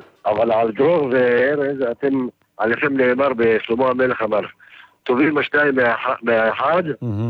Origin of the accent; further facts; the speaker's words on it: Tel Aviv, Tel Aviv District, Israel; now in Petah Tikva, Israel; אני גדלתי בתל אביב, אני לא מהדתיים האלו, אני דתי, אבל אני גדלתי בתל אביב